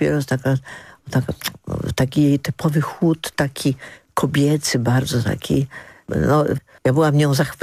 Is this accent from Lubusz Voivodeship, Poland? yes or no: yes; Zielona Góra, Lubusz Voivodeship, Poland; ja przyjechałam z Zielonej Góry.